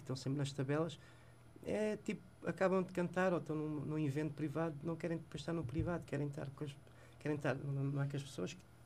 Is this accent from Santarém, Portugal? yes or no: no; Lisbon, Portugal; Eu sou lisboeta, nasci em Lisboa, ao pé da Feira Popular, na rua Elis Garcia, sou mesmo dali.